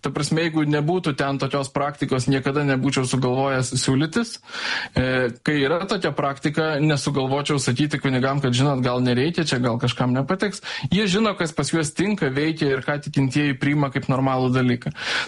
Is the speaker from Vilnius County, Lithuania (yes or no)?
yes; Vilnius, Vilnius County, Lithuania; aš esu aukštaitis, vilnietis